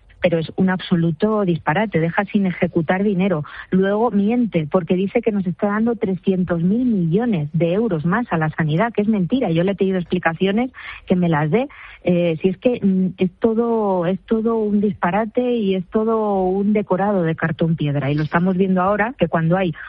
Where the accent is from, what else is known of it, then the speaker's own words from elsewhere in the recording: Spain; Y a mí, de verdad, como española y como médico, lo que me está dando miedo es qué están ocultando